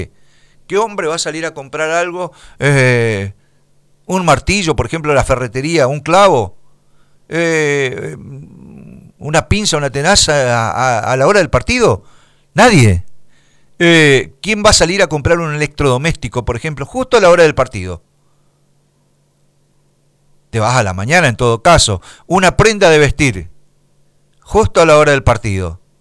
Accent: Argentina; somos nosotros los argentinos

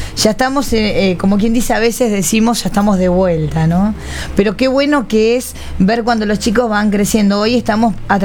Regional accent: Uruguay; now in Argentina; A la gente de Uruguay también mis respetos, porque soy uruguaya, mis compatriotas.

